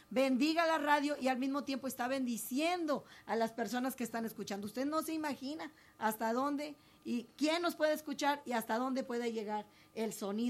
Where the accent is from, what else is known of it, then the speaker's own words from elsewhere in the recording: Linares, Nuevo León, Mexico; born there; moved away; allá en mi tierra, en Linares, Nuevo León.